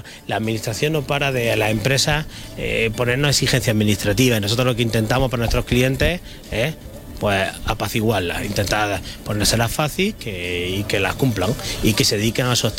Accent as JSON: {"language": "Spanish", "town": "Úbeda", "region": "Andalusia", "country": "Spain"}